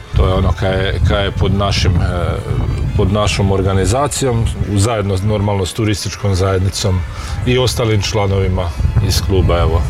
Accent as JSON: {"language": "Croatian", "town": "Đurđevac", "region": "Koprivnica-Križevci County", "country": "Croatia", "said": "Evo, isto dolazim iz Đurđevca."}